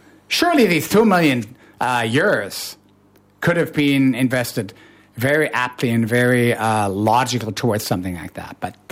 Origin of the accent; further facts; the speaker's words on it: Toronto, Ontario, Canada; now in Germany; No, I'm from Toronto, but I know Frankfurt well.